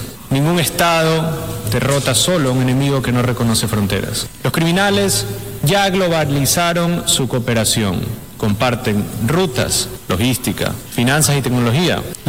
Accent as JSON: {"language": "Spanish", "country": "Ecuador", "said": "Hubo un tiempo en que en mi país el miedo tenía más autoridad que la ley. Jóvenes a quienes les ofrecía un arma antes que un diploma. Decidimos que ese no sería el destino de Ecuador"}